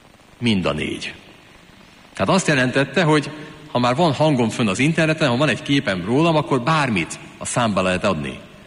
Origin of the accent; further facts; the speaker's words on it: Hungary; én egy római katolikus magyar férfi vagyok.